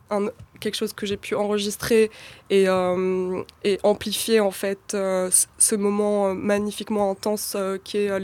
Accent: Algeria; je suis née en Algérie, j'ai été élevée par des femmes algériennes, donc de fait, la culture a été transmise.

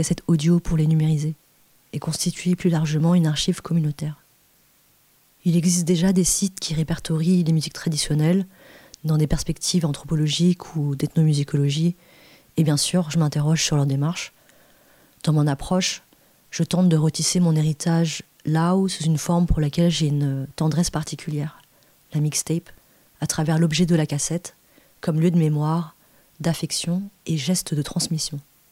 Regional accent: Angoulême, Nouvelle-Aquitaine, France; J'ai grandi à Angoulême dans les années 80, au sein d'une communauté laotienne. Il n'y avait pas de supermarché asiatique aux alentours.

